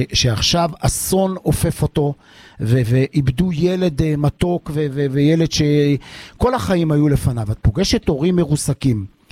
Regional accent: Jerusalem, Jerusalem District, Israel; אנחנו אוהבים את ירושלים, אני יליד ירושלים, העסק שלי בירושלים

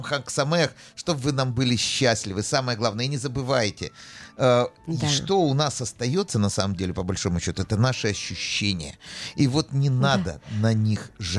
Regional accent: Israel; мне говорят, а вы откуда? Я говорю, из Израиля.

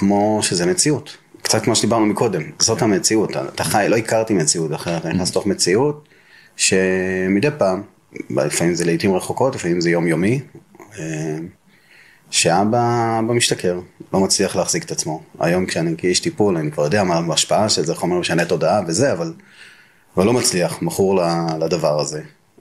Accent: Mazkeret Batya, Central District, Israel; נולדתי במזכרת בתיה למשפחה ספרדית, ממוצעת, מסורתית.

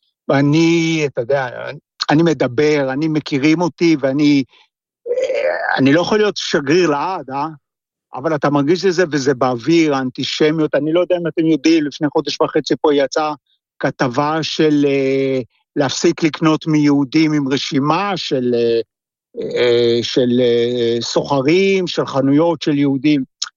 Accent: Southern District, Israel; now in Milan, Italy; אני קיבוצק במקור, נולדתי בקיבוץ גברעם. קיבוץ גברעם בדרום, ליד כפר עזה.

